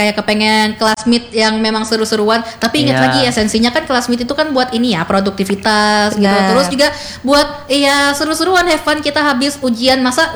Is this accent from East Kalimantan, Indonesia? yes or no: yes; Samarinda, East Kalimantan, Indonesia; aku tuh udah lahir dan besar di Samarinda